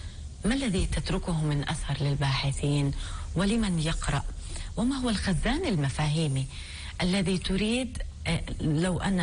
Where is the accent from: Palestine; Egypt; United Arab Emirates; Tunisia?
Palestine; وهذا ما نحتاج إليه كفلسطينيين